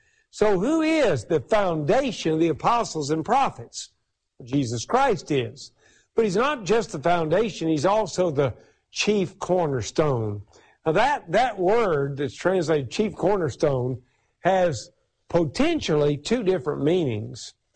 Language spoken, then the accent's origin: English; United States; I, of course, grew up in the United States of America. My native language is English. I really don't know any other language.